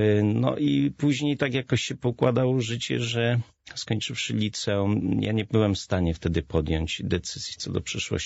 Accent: Nowy Sącz, Lesser Poland, Poland; Ja pochodzę z Nowego Sącza, z miasta.

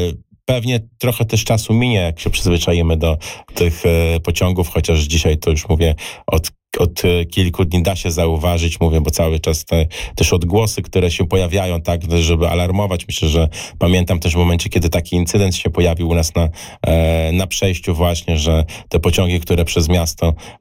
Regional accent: Łomża, Podlaskie Voivodeship, Poland

